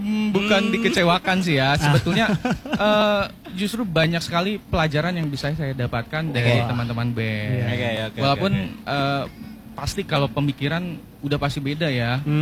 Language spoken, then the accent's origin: Indonesian; Pandeglang, Banten, Indonesia; Saya asli Pandeglang.